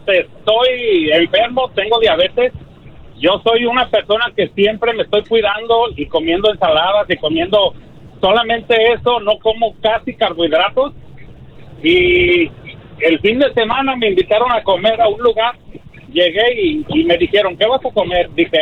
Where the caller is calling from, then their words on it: Bell Gardens, California, United States; Le hablo de Bell Garden, ahí vivo